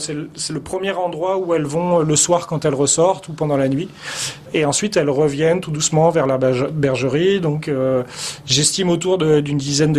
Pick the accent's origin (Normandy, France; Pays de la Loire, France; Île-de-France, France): Normandy, France; Avranches; born there; Et donc, je souhaitais revenir dans ma région natale. Je suis né à Avranches, donc c'était l'élément central.